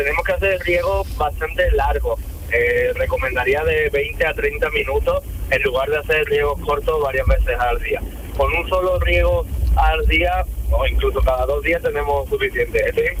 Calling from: Paradas, Andalusia, Spain; Parada, donde vivo yo.

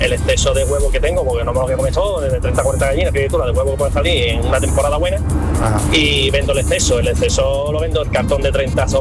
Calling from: Chiclana de la Frontera, Andalusia, Spain; Buenos días … de Chiclana.

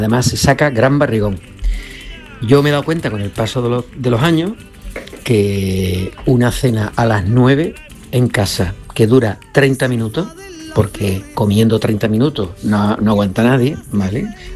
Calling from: Cádiz, Andalusia, Spain; Hola, buenas tardes … de Cádiz. Vamos a ver, por lo pronto, yo creo que siempre lo hemos estado haciendo mal los españoles.

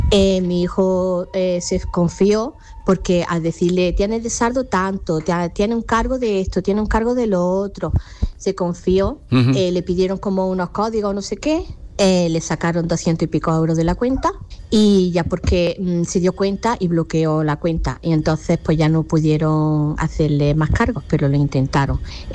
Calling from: Jaén, Andalusia, Spain

